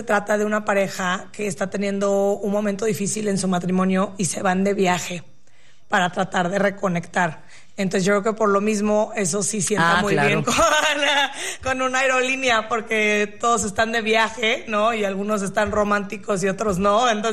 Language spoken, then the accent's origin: Spanish; Mexico; soy mexicana también, tengo mi comunidad latina